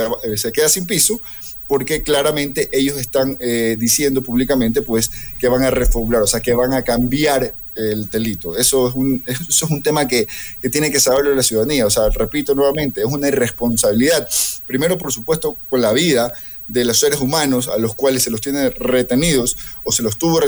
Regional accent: Ecuador; la definición que tenemos todos como ecuatorianos

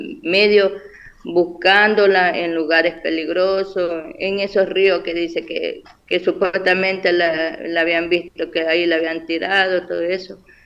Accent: Quevedo, Los Ríos, Ecuador; aquí en Quevedo, porque nosotros somos de aquí de Quevedo

